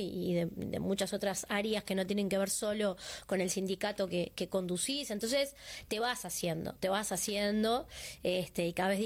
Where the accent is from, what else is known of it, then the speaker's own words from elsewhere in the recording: Montevideo, Uruguay; en realidad nací, soy de Montevideo, uh-huh. Mis padres son de Canelones, de Sauce